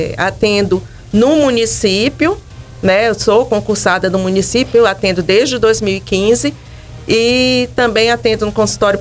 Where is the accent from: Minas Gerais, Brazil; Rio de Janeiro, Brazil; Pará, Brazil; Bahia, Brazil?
Pará, Brazil; Belém; moved away as an adult; now in Uruaçu, Brazil; Eu nasci em Belém, formei lá na UFPA e fiz residência também lá na Santa Casa.